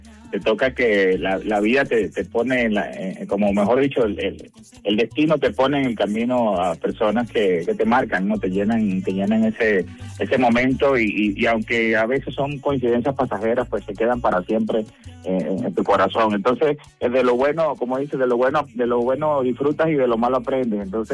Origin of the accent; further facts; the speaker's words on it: Nueva Esparta, Venezuela; now in Playa del Carmen, Mexico; Yo también soy del Caribe, soy de la isla de Margarita en Venezuela y me siento aquí como en mi casa.